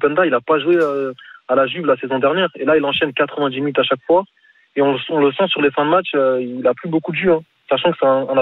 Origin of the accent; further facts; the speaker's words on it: Senegal; Moi, je suis sénégalais.